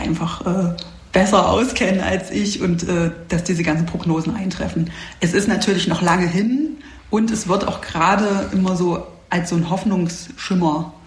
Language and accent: German; Halle, Saxony-Anhalt, Germany; was man auch so als Hallenser eigentlich gar nicht so mitbekommt